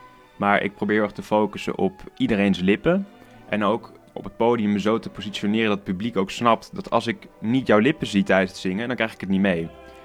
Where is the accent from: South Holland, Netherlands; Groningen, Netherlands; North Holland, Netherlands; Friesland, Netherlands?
Groningen, Netherlands; ik ben 23 jaar oud en ik kom uit Groningen.